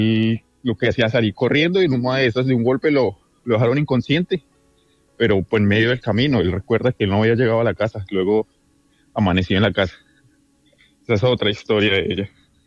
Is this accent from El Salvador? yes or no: no; Boyacá, Colombia